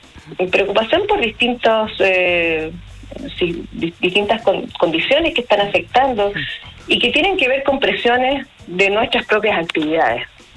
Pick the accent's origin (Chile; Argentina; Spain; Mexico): Chile; Valparaíso; yo por lo menos soy porteña, he vivido aquí.